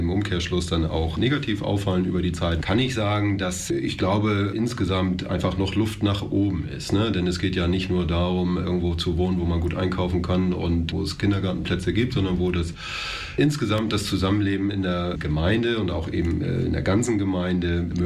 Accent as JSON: {"language": "German", "town": "Flensburg", "region": "Schleswig-Holstein", "country": "Germany", "moved": "as an adult", "lives_now": "Roßdorf, Germany", "said": "Ich bin seit knapp 5 Jahren Roßdorfer. Ich komme ursprünglich aus Flensburg."}